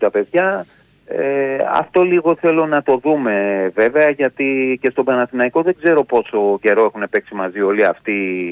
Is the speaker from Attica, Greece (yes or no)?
yes; Pasalimani, Attica, Greece; από το Πασαλιμάνι.